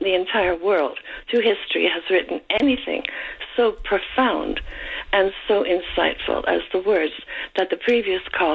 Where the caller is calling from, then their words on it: Niagara-on-the-Lake, Ontario, Canada; And I'm not in Niagara Falls. I'm Niagara-on-the-Lake.